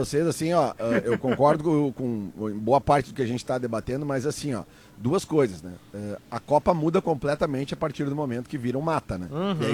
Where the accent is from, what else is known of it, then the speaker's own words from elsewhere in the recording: Brazil; Nós que somos brasileiros, nós já cansamos de ver os argentinos fazer isso na Libertadores.